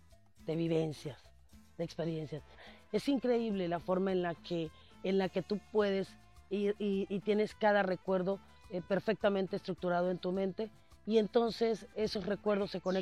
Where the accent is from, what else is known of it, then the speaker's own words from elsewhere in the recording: Mexico; cuenta como mexicano que, porque a veces perdemos eso, perdemos esa, la conciencia de que estamos en un gran país con una diversidad impresionante en todos los sentidos, y a veces como mexicano nosotros no lo valoramos.